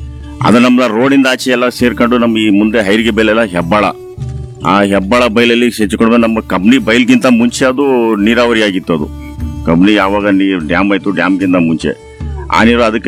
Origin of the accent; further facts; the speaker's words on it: H. Matakere, Karnataka, India; Last ನಮ್ಮ ಮಟ್ಕಿರಿಗೆ last ಅದು ಎಡದಂಡಲೆ. ಹಾಗೆ ನಮ್ಮೂರಿಗೆ ಒಂದು ಹೆಚ್ಚು ಕಡಿಮೆ ಒಂದು 50% ಅದರಲ್ಲಿ ಗದೆ ಆಗಿದೆ ಕಂಪ್ನಿ ಎಡದಂಡಲ್ಲಿ. ಇನ್ನು 50% ಖುಷ್ಕಿ ಇದೆ, ಮಳೆ ಇಲ್ಲದೆ ಮಳೆಗೆ ಮಾತ್ರ ಬೆಳೆ ಮಾಡ್ತಾ ಇದಾರೆ.